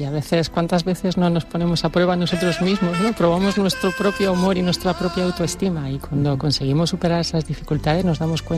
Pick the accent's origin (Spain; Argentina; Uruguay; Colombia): Spain; moved away as an adult; also born or lived in Quebec, Canada; Pero yo, siendo española